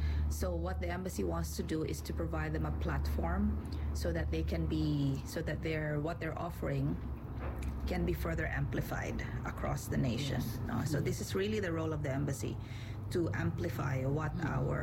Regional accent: Philippines; we have the opportunity at this time, we as the Filipino community, to really be agents of change.

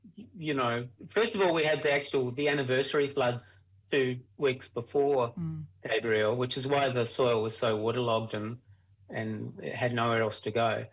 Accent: Adelaide, South Australia, Australia; I come from Adelaide originally, which is the driest state in the driest continent in the world.

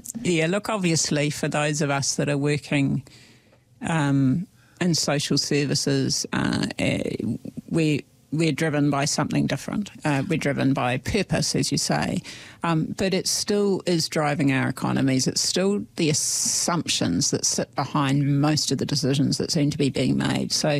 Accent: Christchurch, Canterbury, New Zealand; I'd never seen someone that was homeless growing up in Christchurch, and now it's visible.

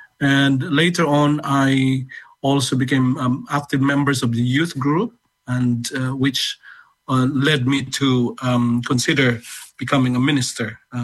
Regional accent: Philippines; moved away as an adult; now in Brighton, United Kingdom; growing up in the Philippines in my time, this was about 1970s, 80s

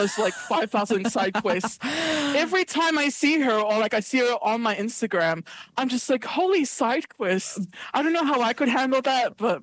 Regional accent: South Auckland, Auckland, New Zealand; So as I've already said, I'm from South Auckland, which is very deep and rich in culture.

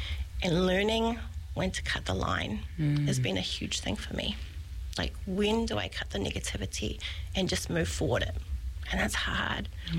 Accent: Burnham, Canterbury, New Zealand; born or raised there; now in Hawke's Bay, New Zealand

